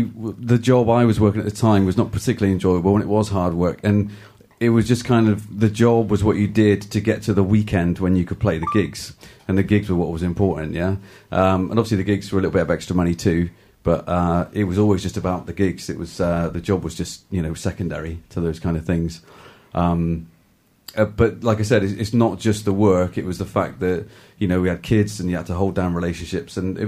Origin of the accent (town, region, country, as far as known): Frome, South West England, United Kingdom; born or raised there